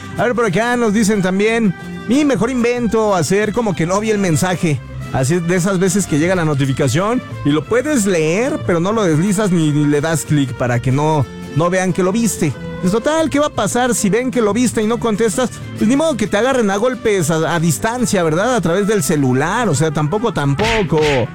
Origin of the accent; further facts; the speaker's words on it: Mexico; yo soy mexicano